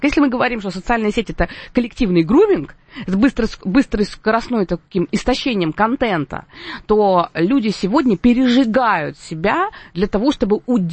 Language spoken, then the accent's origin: Russian; Moscow, Russia; born there; когда мы попали в Москву, хотя я родилась в Москве, мы уезжали потом